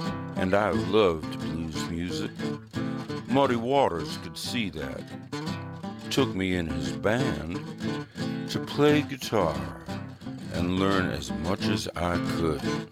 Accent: Massachusetts, United States; my hometown was the center of the world for me, because I lived there with my family and my school and my friends. And our new president, John F. Kennedy, was born there.

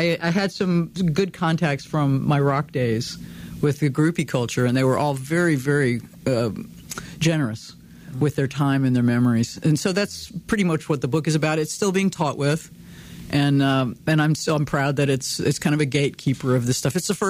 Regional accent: Texas, United States; born there; I was born 5 miles outside a town of 10,000 in the coastal bend of Texas in what had been the generation before mine, a Czech-speaking farming community. I'm the first one in my family on my dad's side to speak English first.

